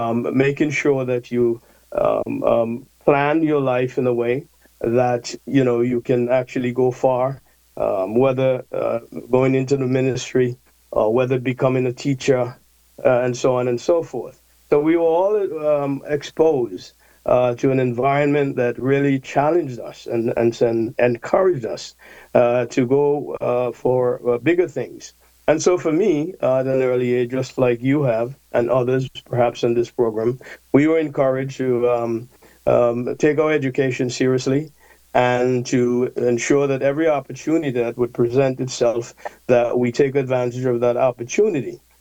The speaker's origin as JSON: {"language": "English", "country": "Antigua & Barbuda", "tie": "born or raised there", "said": "growing up in Antigua and Barbuda"}